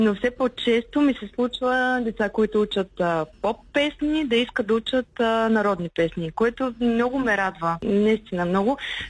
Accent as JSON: {"language": "Bulgarian", "town": "Plovdiv", "region": "Plovdiv Province", "country": "Bulgaria", "said": "Всъщност аз съм от Пловдив"}